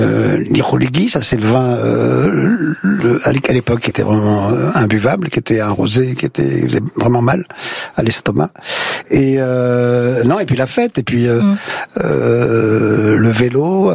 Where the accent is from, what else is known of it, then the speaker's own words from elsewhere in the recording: Paris, Île-de-France, France; je suis parisien.